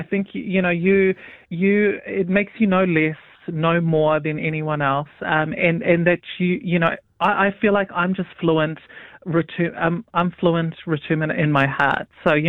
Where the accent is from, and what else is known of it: North Shore, Auckland, New Zealand; born there